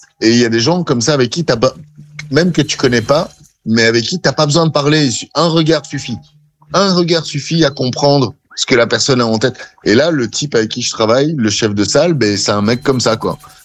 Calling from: Wavre, Wallonia, Belgium; J'habite à Wavre, donc en Belgique

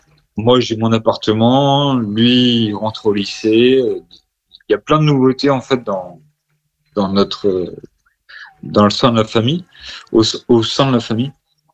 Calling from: Quimper, Brittany, France; moi, j'habite à Quimper.

